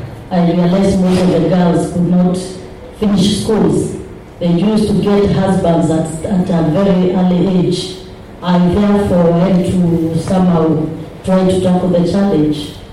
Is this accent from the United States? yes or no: no; Meru, Eastern Province, Kenya; born there; I was born in Meru, that is the former Eastern Province. I got married to Rift Valley, to Akalejin.